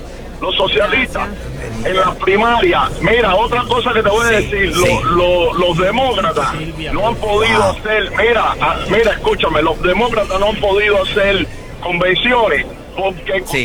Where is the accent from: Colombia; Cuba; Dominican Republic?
Cuba; moved away; No, yo vine de Cuba huyendo a la comunidad.